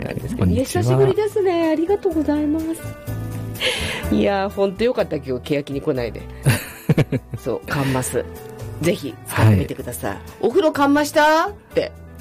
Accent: Gunma, Japan; accent: Gunma dialect; moved away as an adult; also born or lived in Tokyo

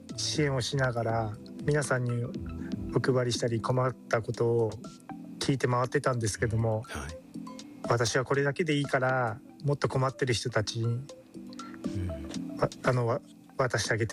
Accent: Kumamoto, Japan; 僕も本当に熊本の地のさまざまなものが、僕は生まれ育ちも熊本なんで、当たり前と思ってたものが当たり前じゃなくなった時に

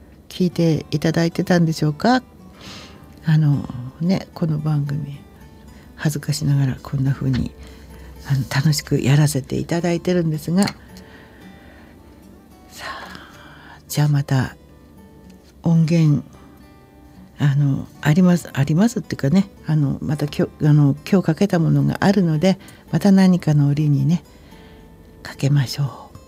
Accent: Kagoshima, Japan; 生まれも育ちも鹿児島の私ですら、最初に聞いた時には 100% 理解することはできませんでした。

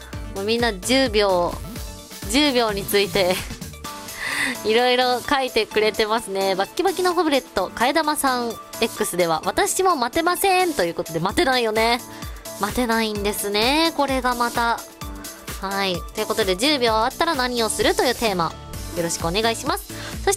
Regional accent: Yamanashi, Japan; 山梨、私の地元でございます

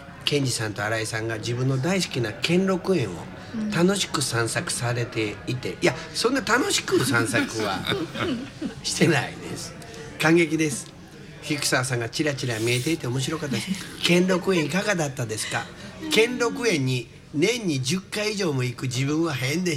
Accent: Kansai, Japan; 僕たちは関西の人はあそこ引っ掛け橋って言うてようナンパしたという

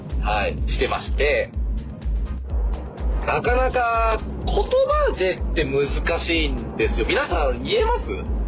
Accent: Hokkaido, Japan; まあ私十勝出身なので、筑紫幼稚園から、稲田小学校で南町中学校、そこから、コンサドーレ札幌のユースに行くということで親元を離れて、寮生活という形で

